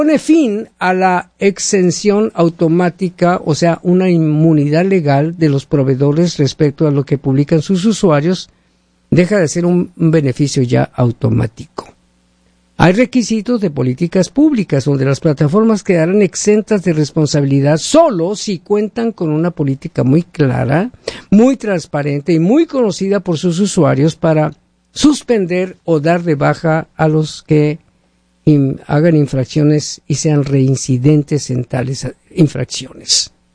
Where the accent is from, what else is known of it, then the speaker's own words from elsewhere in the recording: Mexico; moved away; Obvio que soy mexicano y respeto a la presidenta de México, Claudia Sheinbaum